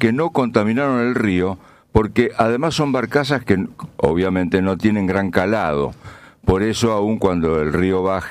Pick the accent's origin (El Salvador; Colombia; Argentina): Argentina; un símbolo que hoy nos identifica como argentinos en todos lados.